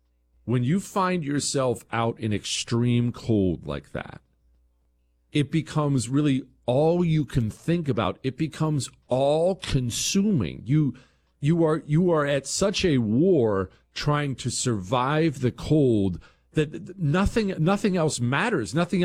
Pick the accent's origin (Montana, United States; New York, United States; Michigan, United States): Montana, United States; Told you these stories before, growing up in Montana.